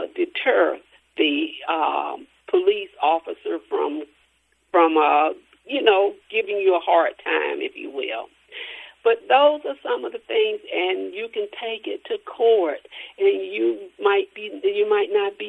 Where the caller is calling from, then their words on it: Atlanta, Georgia, United States; Now, I'm calling you from Atlanta